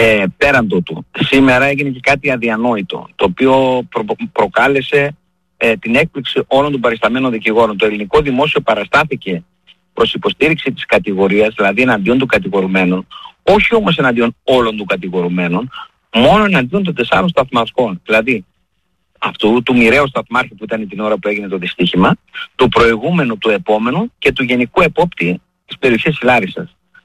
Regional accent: Serres, Central Macedonia, Greece; αυτό το βλέπω από εδώ από την πόλη μου της Σέρρες

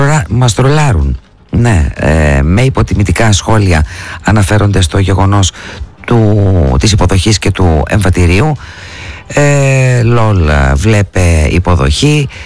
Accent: Greece

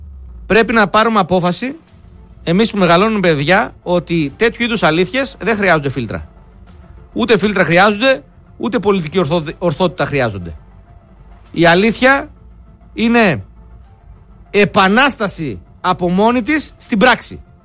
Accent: Greece; Αλλά εμείς ρε παιδιά είμαστε Έλληνες. Εμείς μέσα μας έχουμε ελληνικό DNA.

